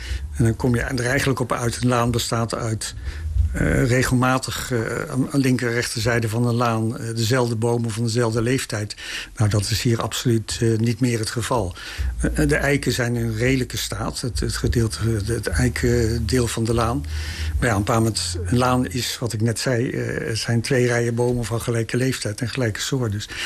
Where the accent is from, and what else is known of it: Belt-Schutsloot, Overijssel, Netherlands